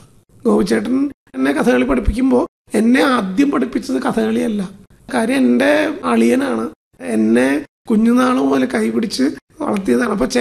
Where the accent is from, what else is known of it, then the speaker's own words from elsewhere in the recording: Irinjalakuda, Kerala, India; ഞാൻ ഇരിഞ്ഞാലക്കുടക്കാരനാണ്.